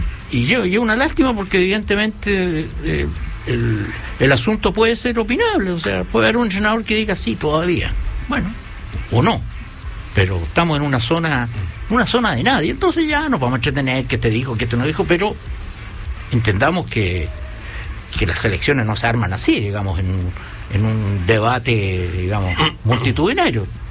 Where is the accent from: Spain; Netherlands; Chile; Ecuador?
Chile; yo soy chileno también